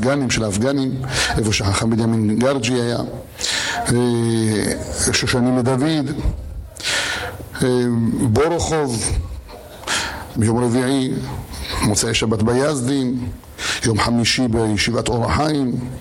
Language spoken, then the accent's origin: Hebrew; Jerusalem, Jerusalem District, Israel; אני גדלתי בשכונת בית ישראל בירושלים